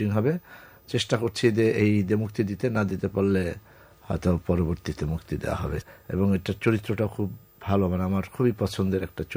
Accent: Dhaka, Dhaka Division, Bangladesh; also born or lived in Manikganj; আমি তো বেড়ে উঠেছি আসলে ঢাকায়, আমি আমার বয়স 3-4 বছর পর্যন্ত আমি গ্রামে ছিলাম। তারপরে আব্বার যখন কোয়ার্টার পেল ধানমন্ডিতে, ধানমন্ডি গভর্নমেন্ট বয়েজ হাই স্কুলে, আব্বা তো শিক্ষক ছিলেন ইংলিশের এবং হোস্টেল সুপারিনটেন্ট, তা আমরা 63 সালে ঢাকায় চলে এসেছি।

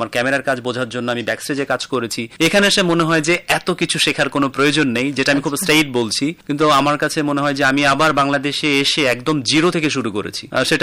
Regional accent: Bangladesh; also born or lived in Kolkata; আমি বাংলাদেশের একজন নাগরিক

